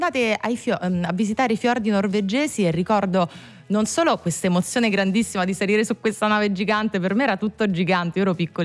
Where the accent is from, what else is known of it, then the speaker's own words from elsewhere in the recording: Salerno, Campania, Italy; now in Rome, Italy; E sono di Salerno, ma vivo a Roma.